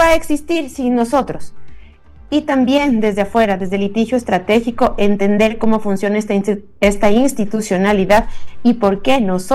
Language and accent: Spanish; Ecuador; nosotros como ecuatorianos